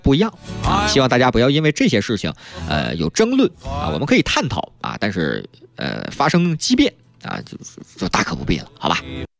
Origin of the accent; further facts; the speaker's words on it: Northeast China, China; 我们家乡东北小城